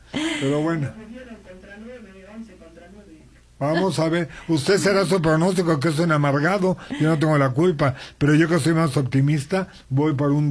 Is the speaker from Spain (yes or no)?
no; Mexico